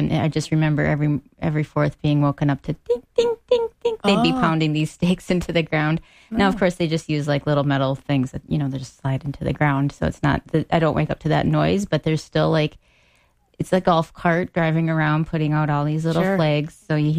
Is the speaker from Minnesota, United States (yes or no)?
yes; Spicer, Minnesota, United States; So I go to my hometown of Spicer, which always does it up big for the 4th, and the parade is in the morning, and it lines up on my parents' block.